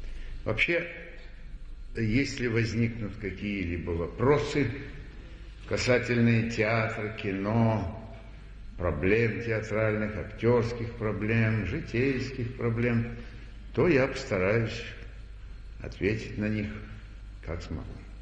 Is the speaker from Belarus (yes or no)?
no; Omsk Oblast, Russia; moved away as an adult; also born or lived in Tara; now in Moscow, Russia; Я сам из Сибири, из Омской области. И когда я в 47-м, 48-м, 49-х годах учился в театральном училище в Москве и приезжал в городок Тара, где жили мои родители